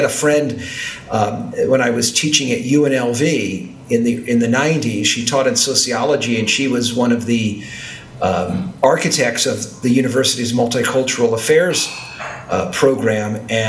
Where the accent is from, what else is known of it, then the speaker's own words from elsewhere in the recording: United States; as an American who was used to people lining up to communion in an orderly fashion